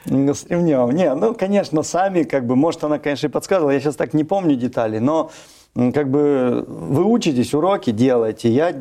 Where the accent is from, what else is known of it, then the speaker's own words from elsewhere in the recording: Pyatigorsk, Stavropol Krai, Russia; Ну, мама с Украины у меня, папа тоже с Украины. Но родился я уже на Кавказе, в городе Пятигорске. Очень красивый город, добро пожаловать. Вот, там я прожил всю жизнь, ходил в одну школу, вырос на одной улице